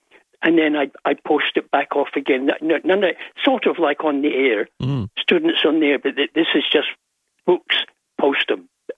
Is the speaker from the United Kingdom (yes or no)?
yes; Glasgow, Scotland, United Kingdom; born there; because I was born in Glasgow, God gave me a tongue.